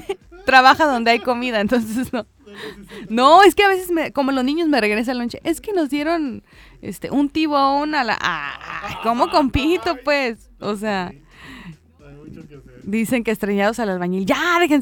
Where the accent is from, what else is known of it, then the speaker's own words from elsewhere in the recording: Mexico; Somos mexicanos